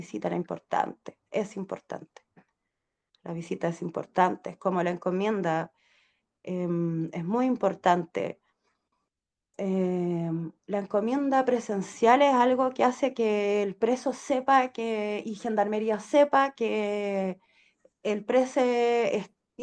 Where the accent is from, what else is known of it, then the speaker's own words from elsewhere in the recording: Peumo, O'Higgins, Chile; born there; Yo, una familia numerosa, nací en Peum, un pueblo chico con una cana en el medio del pueblo.